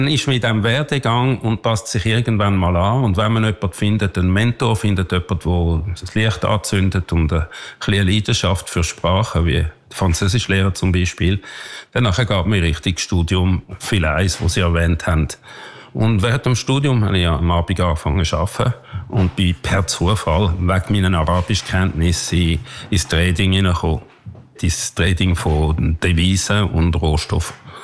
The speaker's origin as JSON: {"language": "German", "town": "Herliberg", "region": "Zurich", "country": "Switzerland", "tie": "born or raised there", "also_born_or_lived": "Basel", "said": "Ich bin ein Zürcher Bürger, mit einem Viertel Berner Blut und in Basel geboren. Also richtige Deutsch-Schweizer Mischung. Und aufgewachsen in Herliberg, tatsächlich an der Goldküste, ganz oben."}